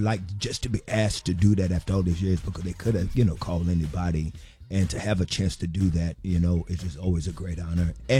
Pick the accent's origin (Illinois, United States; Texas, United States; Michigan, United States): Texas, United States; Fort Worth; You know, I'm from Fort Worth, Texas, you know, raised on government cheese.